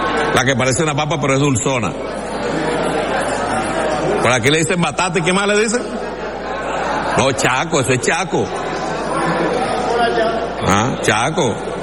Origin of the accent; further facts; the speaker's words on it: El Furrial, Monagas, Venezuela; also born or lived in Maturín; now in Caracas, Venezuela; Yo soy un niño del Furrial Yor, que me vine para acá, para Maturín, para acá, para Caracas, a enfrentar la ruda realidad de la capital.